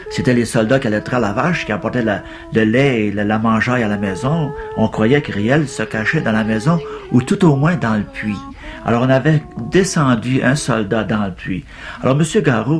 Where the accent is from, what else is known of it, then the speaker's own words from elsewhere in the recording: Saint-Isidore-de-Bellevue, Saskatchewan, Canada; je suis né, moi, à Saint-Isidore de Bellevue, il y a 51 ans.